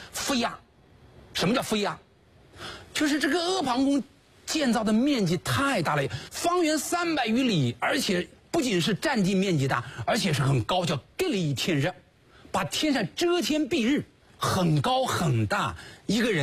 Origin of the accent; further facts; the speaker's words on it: China; 我们中国人